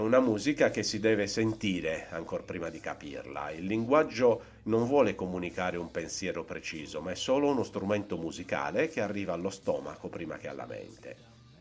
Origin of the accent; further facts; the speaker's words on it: Tempio Pausania, Sardinia, Italy; Ho iniziato a leggere, raccontava Tempio, il mio paese, percepivo tutta la familiarità di quelle parole